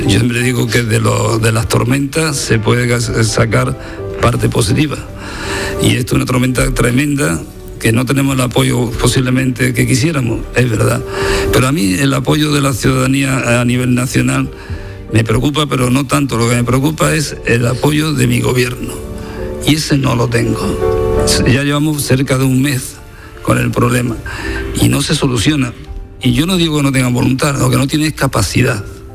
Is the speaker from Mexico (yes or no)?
no; Ceuta, Spain; me preguntó de dónde éramos. Y digo, pues somos de Ceuta.